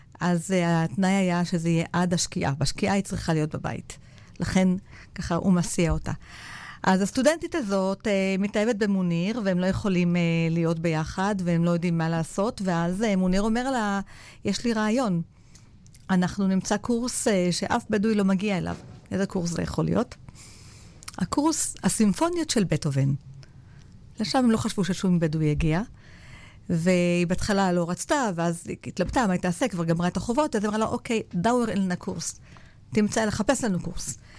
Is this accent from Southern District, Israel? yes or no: yes; Southern District, Israel; born there; אני תושבת הנגב, אני נולדתי בנגב, אני גרה כאן.